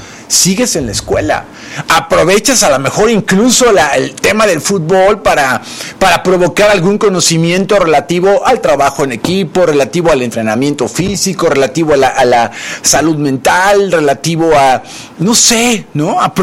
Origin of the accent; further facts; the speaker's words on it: Mexico; soy el mexicano que quiero lo mejor para este país